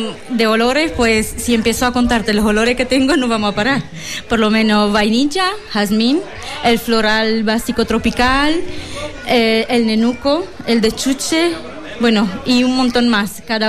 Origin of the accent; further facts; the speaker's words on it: Romania; now in Constantina, Spain; Soy de Rumanía, pero llevo ya en Constantina 20 años.